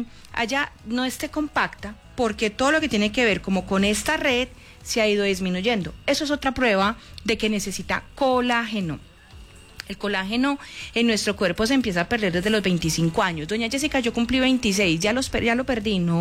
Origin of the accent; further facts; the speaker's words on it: Colombia; Hágale, pues es que somos colombianos y vamos a vibrar con el fútbol.